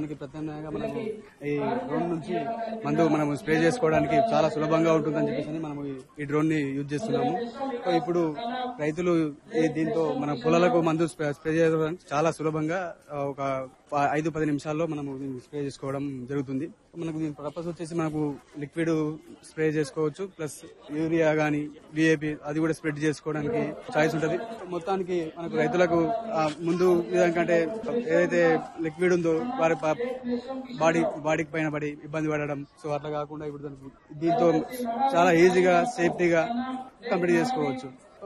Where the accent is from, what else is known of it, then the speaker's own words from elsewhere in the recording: Hyderabad, Telangana, India; నేను హైదరాబాద్ మాదాపూర్ నుండి.